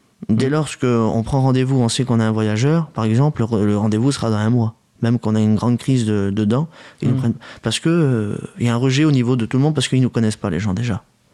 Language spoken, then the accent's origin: French; France; on est français, avant tout. Moi je suis voyageur, je suis en errance